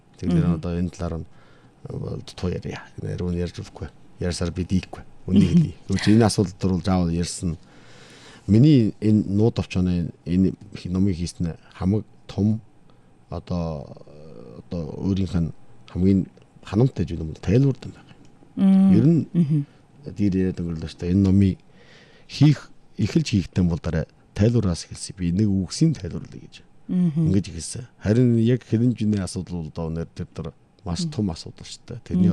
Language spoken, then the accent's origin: Mongolian; Ordos, Inner Mongolia, China; За энэ намуа гэсэн үг бол манай хангийн гошунд байдаг.